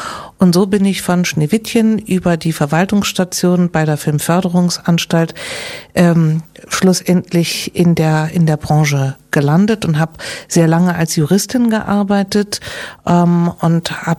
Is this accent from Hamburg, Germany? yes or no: yes; Hamburg, Germany; Ja, das sage ich als Hamburger.